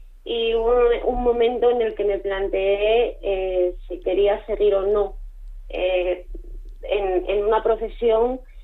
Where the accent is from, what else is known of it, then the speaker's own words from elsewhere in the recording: Asturias, Spain; Que yo soy asturiana, el clima está muy bien en verano porque dormimos por la noche.